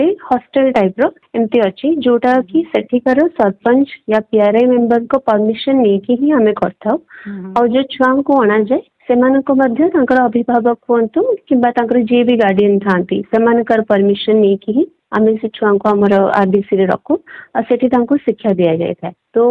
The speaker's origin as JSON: {"language": "Odia", "town": "Salepur", "region": "Odisha", "country": "India", "also_born_or_lived": "Mumbai", "said": "ଆମ ଘର କଟକର ସାଲେପୁର"}